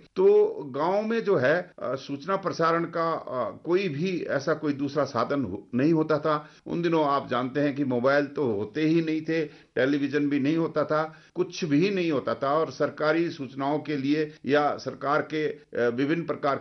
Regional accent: Sirmaur district, Himachal Pradesh, India; मैं सिरमौर जिला के बहुत ही जिसको गिरिपार का क्षेत्र कहते हैं पिछड़ा इलाका है, संगढ़ा विकास खंड में एक गाँव पड़ता है अरट, वहाँ का निवासी हूँ।

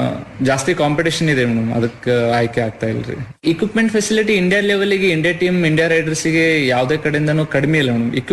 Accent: Karnataka, India; ನಾನು ಮತ್ತೆ ರಾಜು ಭಾಟಿ ಅಂತ ಇಬ್ರು ಹುಡುಗರು ನಾವು ಕರ್ನಾಟಕದಿಂದನೇ ಪಾರ್ಟಿಸಿಪೇಟ್ ಮಾಡಿದ್ವಿ.

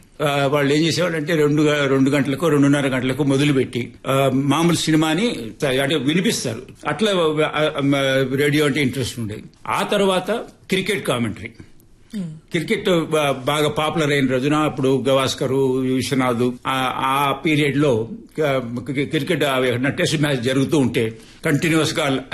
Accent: Kadapa, Andhra Pradesh, India; నేను ఇంకా స్కూల్లో ఉండగానే మొట్టమొదటిసారి కడపలో కూడా మా నేటివ్ ప్లేస్ లో రిలే స్టేషన్ పెట్టారు, రేడియో స్టేషన్.

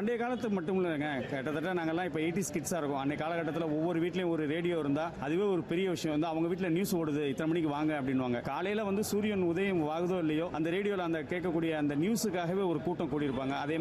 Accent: Madurai, Tamil Nadu, India; மதுரையின் மைந்தனாக குறிப்பாக கல் தோன்றி மண் தோன்றா அப்படின்னு சொல்லுவாங்க. அந்த வகையில பாத்தீங்கன்னா கீழடி எனது பூர்வீகம் சொல்லலாம்.

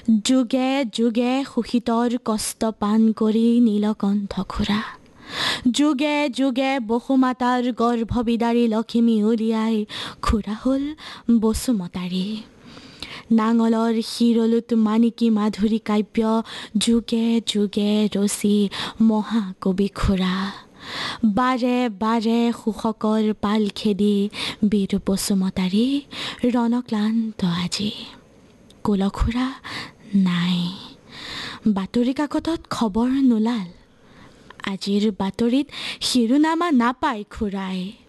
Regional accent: Uriagaon, Assam, India; মোৰ ঘৰ উৰিয়া গাঁৱত, আৰু মোৰ গাঁওখনৰ নাম হৈছে তেলিয়া পহুকটা

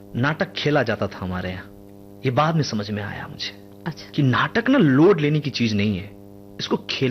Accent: Bihar, India; चूंकि मैं बिहार से हूं तो मेरे यहाँ छठ, दिवाली, दशहरा ये सब बहुत धूमधाम से होता है।

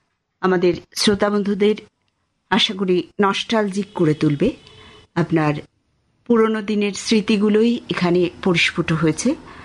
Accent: Northeast India, India

